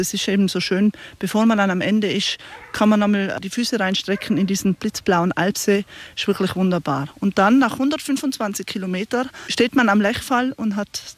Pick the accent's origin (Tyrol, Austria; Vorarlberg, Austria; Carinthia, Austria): Tyrol, Austria; Lech Valley; Ich bin Lechtalerin und bin im Lechtal aufgewachsen